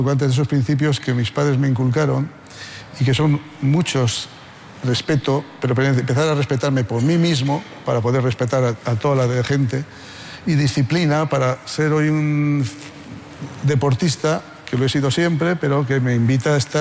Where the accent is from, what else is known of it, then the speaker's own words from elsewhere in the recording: Haro, La Rioja, Spain; porque yo en mi pueblo, en Haro, en La Rioja, era del Athletic Club de Bilbao, como aficionado.